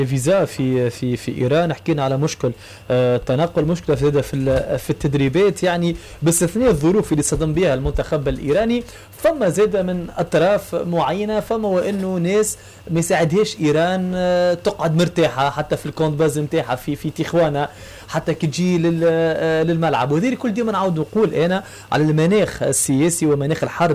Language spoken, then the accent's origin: Arabic; Tunisia